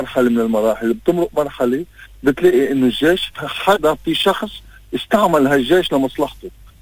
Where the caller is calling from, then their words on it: Lebanon; شو إلي أنا كلبناني عند إسرائيل؟